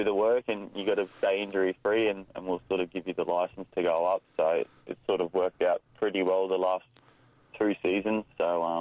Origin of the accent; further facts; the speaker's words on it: Darwin, Northern Territory, Australia; moved away as an adult; now in Perth, Australia; I'm from Darwin originally, so I've played NTFL all my junior footy.